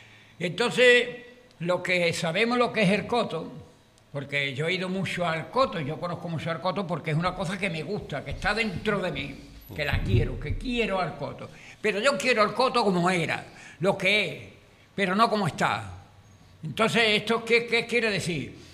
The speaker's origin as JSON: {"language": "Spanish", "region": "Andalusia", "country": "Spain", "said": "Yo como andaluz no sabe."}